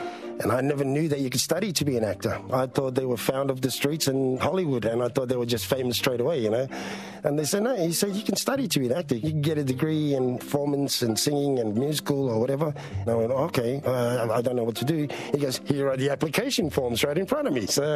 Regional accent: Nauru; And I said, you probably haven't heard of it. I'm from Nauru.

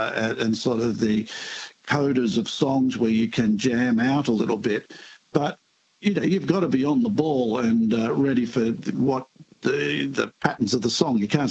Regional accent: Rockhampton, Queensland, Australia; born there; I was born in Rockhampton in Queensland.

